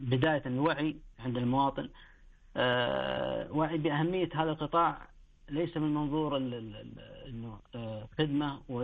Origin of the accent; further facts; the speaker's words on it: Saudi Arabia